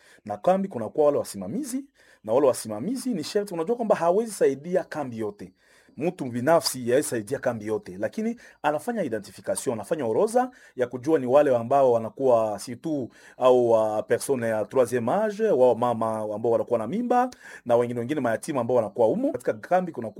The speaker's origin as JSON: {"language": "Swahili", "country": "DR Congo", "said": "sisi ni wakongomani"}